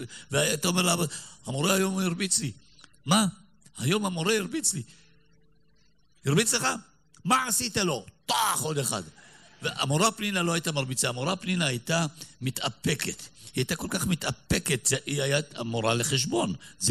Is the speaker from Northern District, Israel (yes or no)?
no; Petah Tikva, Central District, Israel; אני גדלתי פה בפתח תקווה, ולמדתי בבית הספר הדתי נצח ישראל בנים.